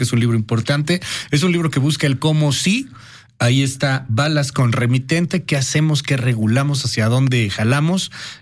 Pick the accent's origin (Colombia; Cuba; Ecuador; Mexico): Mexico; Como buen mexicano, yo me metí y dije, no, aquí corto rápidamente.